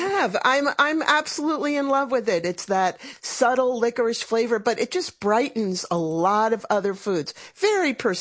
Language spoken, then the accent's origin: English; New York, United States; born or raised there